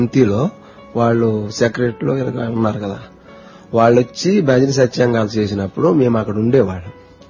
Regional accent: Odisha, India; born there; also born or lived in Markande village; టొబాక్స్ పెళ్లి మా తాతగారు ఊరు. నేను ఆ ఊరు పుట్టేవాడిని. మా తాతగారు ఊరు చిన్నప్పుడు ఆ ఊరు ఉండేవాళ్ళం.

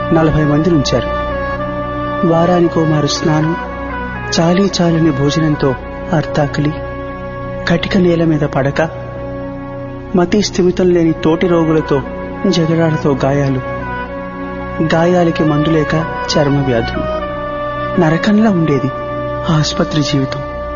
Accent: Bhimavaram, Andhra Pradesh, India; మాది భీమవరం.

